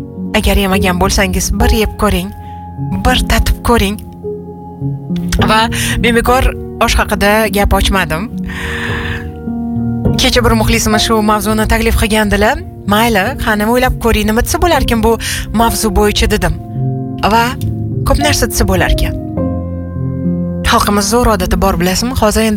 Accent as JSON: {"language": "Uzbek", "region": "Tashkent", "country": "Uzbekistan"}